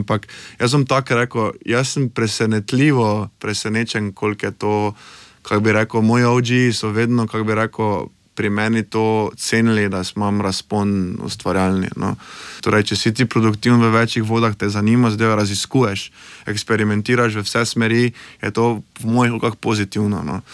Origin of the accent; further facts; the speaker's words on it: Maribor, Drava, Slovenia; jaz sem Mariborčan, pa sem imel skozi celo kariero neprimerno več nastopov v Ljubljani